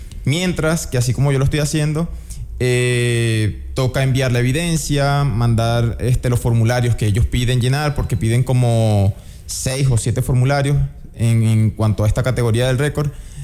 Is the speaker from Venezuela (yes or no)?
yes; Venezuela; moved away as an adult; now in Baños, Ecuador; yo soy de Venezuela.